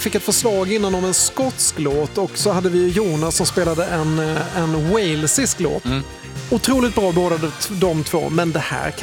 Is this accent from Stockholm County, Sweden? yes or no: no; Skåne, Sweden; jag är ju hör och häpna från Skåne